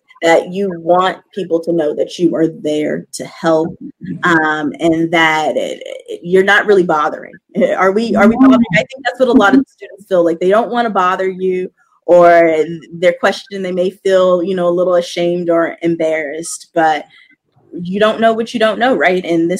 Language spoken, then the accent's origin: English; California, United States; moved away as an adult; I'm from California, went to Prairie View in Texas, went to the Pennsylvania College of Optometry in Philadelphia.